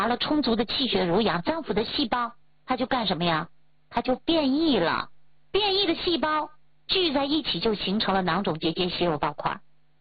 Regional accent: China; 我们中国人

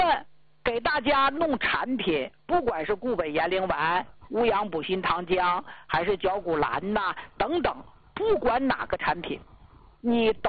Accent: Northeast China, China; 用咱们东北老家话说

